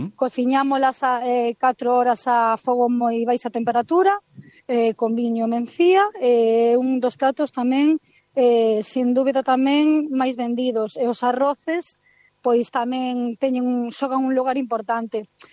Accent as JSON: {"language": "Galician", "region": "Galicia", "country": "Spain", "said": "ao final somos galegos e comemos como galegos."}